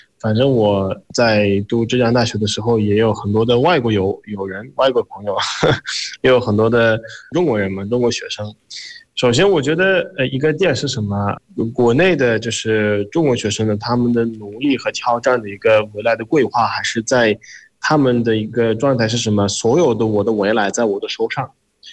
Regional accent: Uzbekistan; Chinese is a second language; 我是来自乌兹别克斯坦

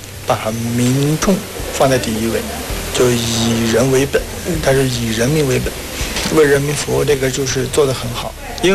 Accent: Myanmar; 我们缅甸那边的这个潜意识里边，卖花不可能有这么大，像个大商场那种。

